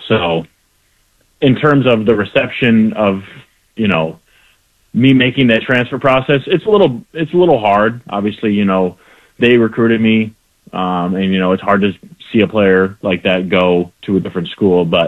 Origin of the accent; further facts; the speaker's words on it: Hudsonville, Michigan, United States; also born or lived in Hillsdale, Michigan / Arkansas; Yeah, so I was born and raised in West Michigan. I've lived on the west side of Michigan in Hudsonville my whole life.